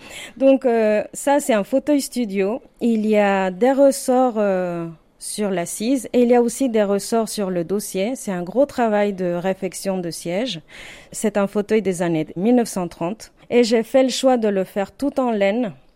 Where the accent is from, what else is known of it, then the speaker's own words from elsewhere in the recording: Mexico; French is a second language; moved away as an adult; now in France; Alors moi, je viens du Mexique. J'avais fait les Beaux-Arts là-bas.